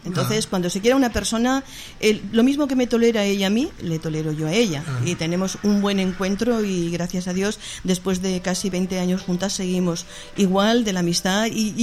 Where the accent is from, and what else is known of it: Aragon, Spain; now in Barcelona, Spain